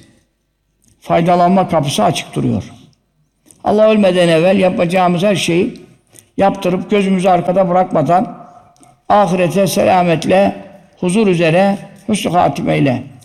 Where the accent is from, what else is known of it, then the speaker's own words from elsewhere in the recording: Giresun, Turkey; Giresun'da yapmışım memleketimde.